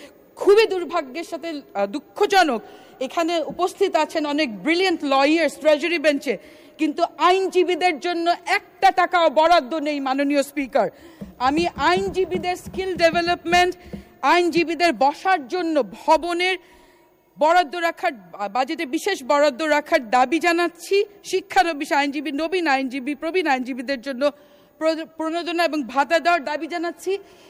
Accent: Panchagarh, Rangpur Division, Bangladesh; আমার নিজ জেলা পঞ্চগড়

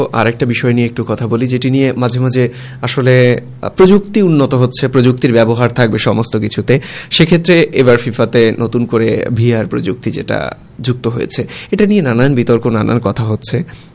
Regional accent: Bangladesh; আমরা বাঙালি, বাংলাদেশ আমাদের প্রিয় মাতৃভূমি

